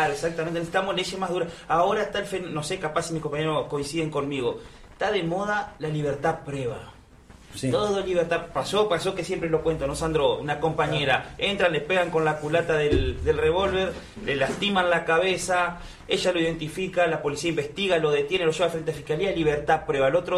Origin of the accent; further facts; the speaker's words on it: Uruguay; Uruguay, somos muy, contemplamos muchas cosas.